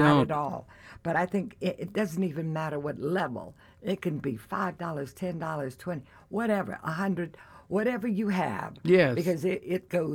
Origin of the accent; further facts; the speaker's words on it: Denver, Colorado, United States; Yeah, I grew up in Five Points, honey.